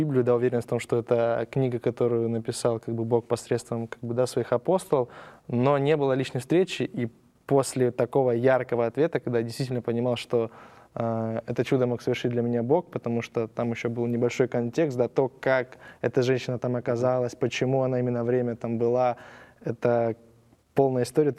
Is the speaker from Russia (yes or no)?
no; Ukraine; now in Argentina; Нет, я сам с Украины.